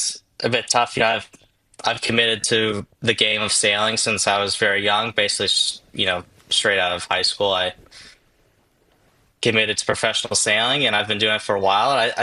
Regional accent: Wisconsin, United States; I come from Wisconsin on a small lake, so it's not like I grew up around the ocean

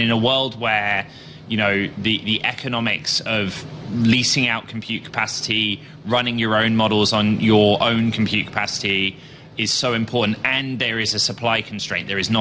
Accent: United Kingdom; moved away as an adult; now in United States; as a British person who's lived in the States for almost a decade

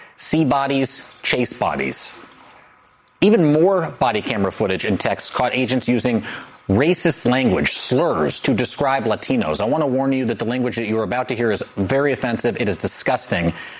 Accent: Los Angeles, California, United States; the federal agents who actually carried out raids in my hometown of LA earlier last year

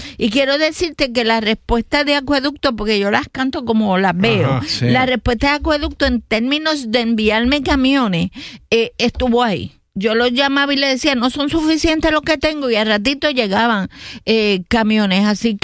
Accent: Loíza, Puerto Rico; mis loiseños

